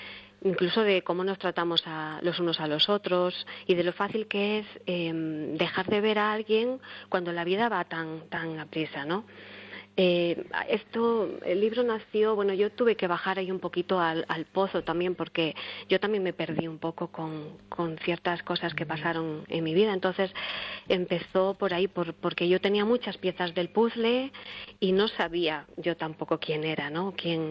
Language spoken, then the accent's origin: Spanish; Galicia, Spain; la música, como buena gallega también siempre ha estado muy presente en mi vida